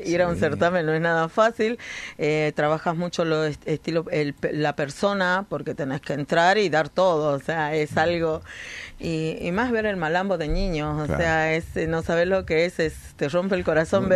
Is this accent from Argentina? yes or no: yes; Jujuy, Argentina; now in Patagonia, Argentina; Soy jujeña